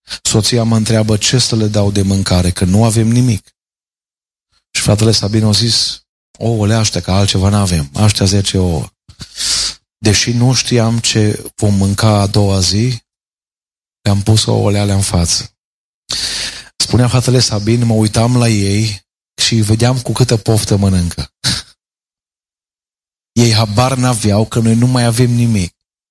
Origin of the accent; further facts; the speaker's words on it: Arad, Arad County, Romania; born there